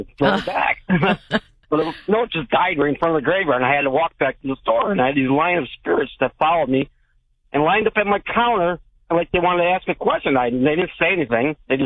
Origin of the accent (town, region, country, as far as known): New York, United States; now in Maui, United States